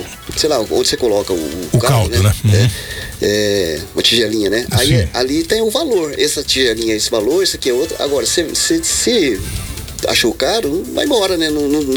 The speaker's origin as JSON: {"language": "Portuguese", "region": "Northeast Region", "country": "Brazil", "moved": "yes", "said": "Eu sou nordestino"}